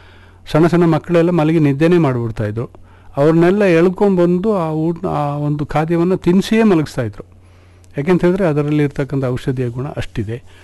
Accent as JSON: {"language": "Kannada", "area": "Kodagu", "region": "Karnataka", "country": "India", "said": "ನಮ್ಮ ಕೊಡಗು ಜಿಲ್ಲೆಯಲ್ಲಿ ಏಕಕೃಷಿಯನ್ನು ಮಾತ್ರ ಮಾಡುವಂಥ ಪದ್ಧತಿ ಇದೆ."}